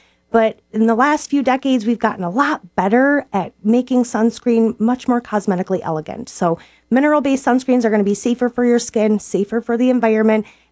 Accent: Onaway, Michigan, United States; now in Sheboygan, United States; I'm a board-certified dermatologist, and I grew up in Onaway, actually. Traveled around a little bit. First, I was at Lake Superior State, then Michigan State, and then at Beaumont

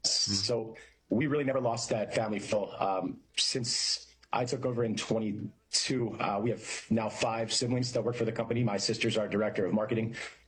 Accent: Malvern, Pennsylvania, United States; born or raised there; also born or lived in Berwyn, Pennsylvania

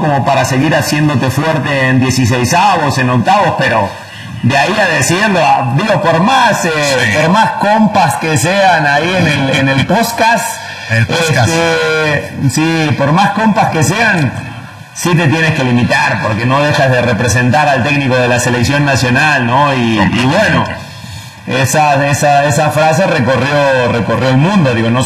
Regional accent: Mexico; mexicano, pero, soy mexicano.

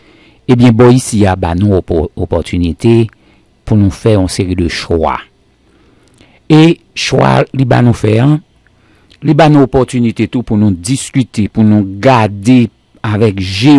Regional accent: Haiti; nous même nous taillé en tant que communauté en tant que haïtien pas vrai

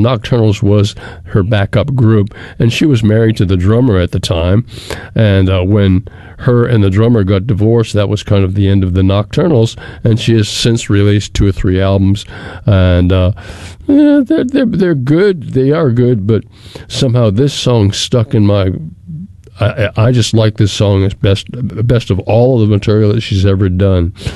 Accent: Massachusetts, United States; now in Mississippi, United States; I'm not from New England anymore. I'm from Mississippi, and I love it. I've been here many, many, many decades even, and it's just Mississippi is my home. As much as I, as a youngster, a very young man, grew up on Cape Cod.

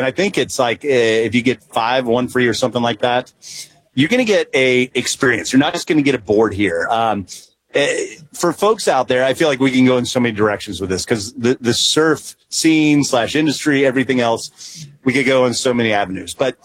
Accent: North Carolina, United States; I'm from North Carolina. They had raccoons. I'm from the South.

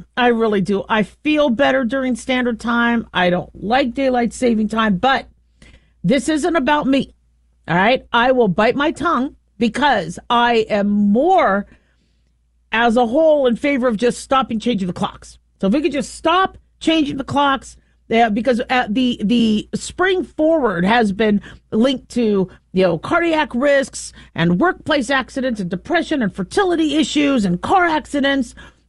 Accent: California, United States; born there; Most of us are from California. I was born in California. I love the state of California.

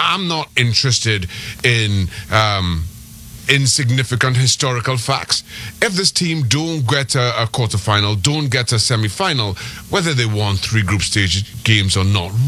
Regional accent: Trinidad & Tobago; I am not American. I grew up in Trinidad Tobago. I played my football there.

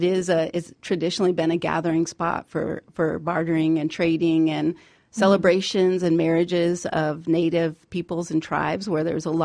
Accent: Washington, United States; I come from the Plateau tribes and I was very isolated growing up. I really stayed in this region and I really never went to the western side of the state.

